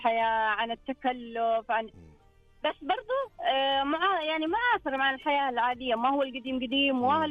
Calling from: Jeddah, Makkah Province, Saudi Arabia; لا من جدة.

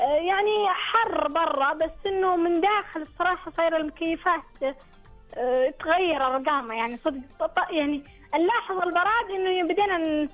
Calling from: Buraydah, Al-Qassim, Saudi Arabia; من القصيم بريده.

